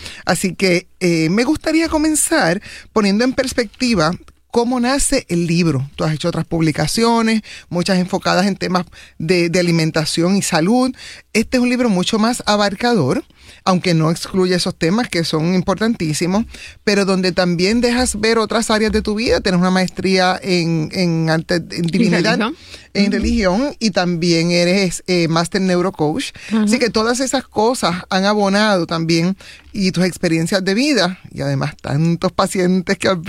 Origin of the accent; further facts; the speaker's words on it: Caguas, Puerto Rico; also born or lived in Cidra; Yo me crié en Caguas, pero soy de Sidra